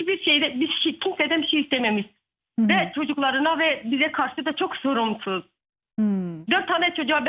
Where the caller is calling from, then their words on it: Muş, Muş Province, Turkey; Muş'tan arıyorum.